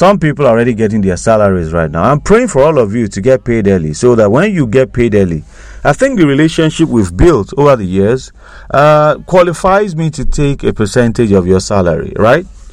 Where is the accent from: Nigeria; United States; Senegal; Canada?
Nigeria; as Nigerians?